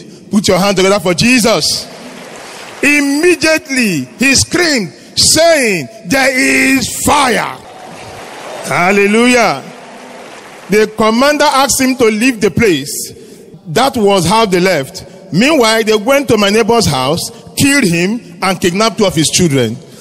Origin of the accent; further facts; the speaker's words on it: Lafia, Nasarawa, Nigeria; In May 2022, I traveled with my family to my hometown in Lafia.